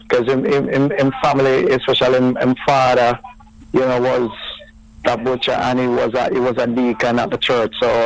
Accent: Clarendon, Jamaica; We grow from East Clarendon. He's from Top Hill, I'm from Lower Hayes.

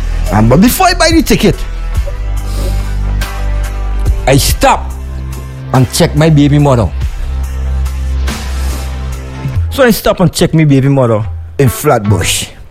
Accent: Guyana; I come from Guyana and I's a rice eater.

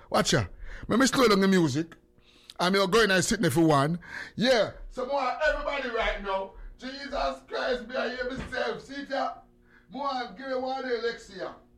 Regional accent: Jamaica; when I come from Jamaica, you never tell me to pay for the shipping.

